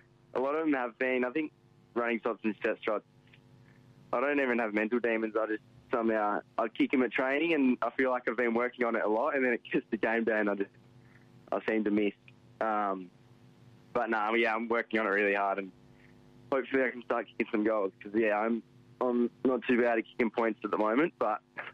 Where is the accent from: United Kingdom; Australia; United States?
Australia; Dongara, Western Australia; Yeah, so I'm from Donga Ashley, which is 40 minutes south of Geraldton.